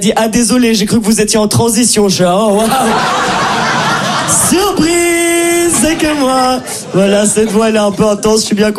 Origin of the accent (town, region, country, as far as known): Brussels, Belgium; accent: Brussels